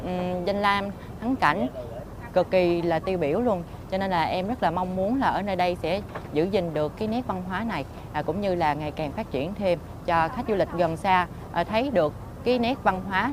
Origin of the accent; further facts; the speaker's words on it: Can Tho, Vietnam; Được sinh ra và lớn lên ở Phong Điền, là một cái người con của Cần Thơ, làm công việc là hướng dẫn viên ở ngay trên cái mảnh đất quê hương của mình.